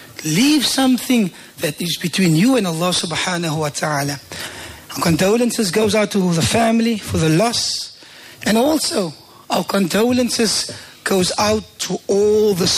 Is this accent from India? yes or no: no; Bridgetown, Saint Michael, Barbados; I see familiar faces, that's why I can just be myself. Couldn't care less. No introduction. I'm from Bridgetown.